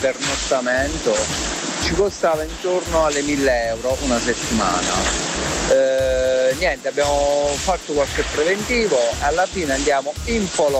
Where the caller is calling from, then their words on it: San Salvo, Abruzzo, Italy; Ciao Pasquale da San Salvo.